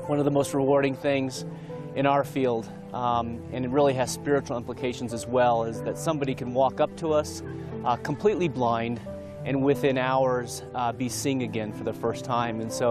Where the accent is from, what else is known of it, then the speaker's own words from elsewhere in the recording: United States; I'm from the United States, and this is my first outreach with Jewish Voice.